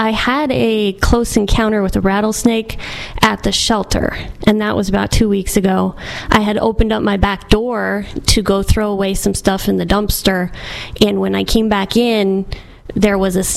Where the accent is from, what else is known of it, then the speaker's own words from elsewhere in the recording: Wyoming, United States; moved away as an adult; now in Dalhart, United States; I'm from Wyoming originally. And my husband served in the military for 10 years, so we traveled a little bit, and then he joined the railroad, and that's how we came to Dalhart.